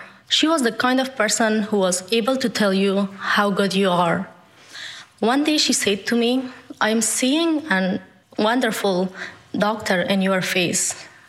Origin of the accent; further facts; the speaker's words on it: Afghanistan; English is a second language; moved away as an adult; now in Boston, United States; growing up in Afghanistan